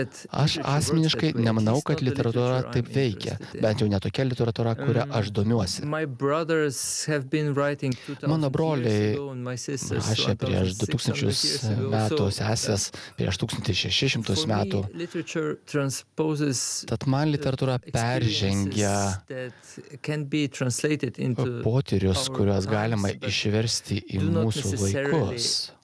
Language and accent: Lithuanian; Slovenia; Aš esu iš Slovenijos